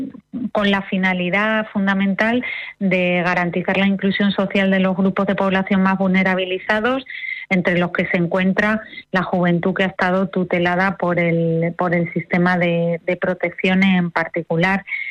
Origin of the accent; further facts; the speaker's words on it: Andalusia, Spain; en todo lo que es nuestro territorio andaluz